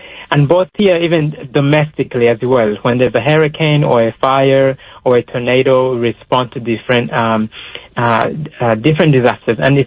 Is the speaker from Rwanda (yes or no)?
yes; Rwanda; Growing up in Rwanda at a time when that tribal unrest was at its greatest, it was such a difficult time.